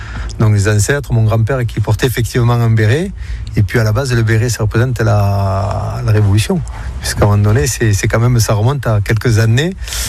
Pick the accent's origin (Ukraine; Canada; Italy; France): France; Tarbes, Occitanie; moved away as an adult; Je suis descendu sur Toulouse, je suis descendu après sur Tarbes, je suis reparti sur Paris et pour être après définitivement muté dans ma région d'origine, Tarbes.